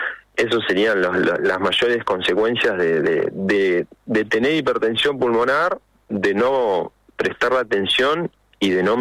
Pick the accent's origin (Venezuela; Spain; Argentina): Argentina; como somos nosotros los argentinos